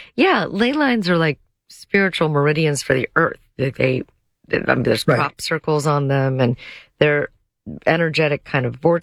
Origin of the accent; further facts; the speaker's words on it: Ohio, United States; I'm from Ohio.